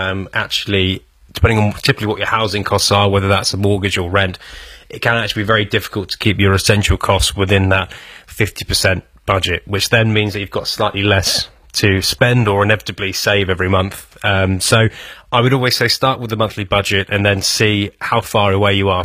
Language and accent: English; Petersfield, South East England, United Kingdom; So I grew up in Petersfield